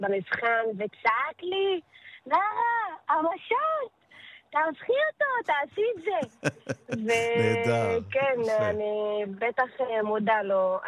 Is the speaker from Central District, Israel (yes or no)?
yes; Tayibe, Central District, Israel; אני בת 28 … אני מטייבה